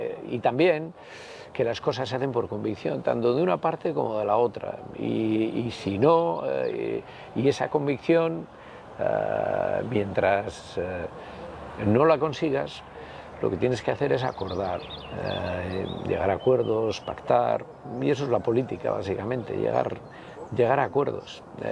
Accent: Bilbao, Basque Country, Spain; Aita me llevaba de pequeño a ver en San Ignacio, jugaban en el barrio de San Ignacio, el equipo en el que luego jugué yo, el Bilbao Rugby Club.

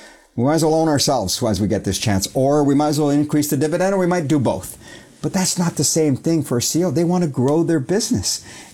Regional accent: Canada; Because we haven't had to do it before, Carl. It's been pretty darn easy being Canadian.

